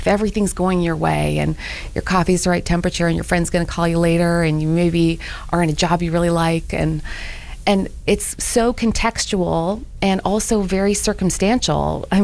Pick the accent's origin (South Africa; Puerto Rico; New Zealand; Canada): Canada; now in United States; I'm secretly Canadian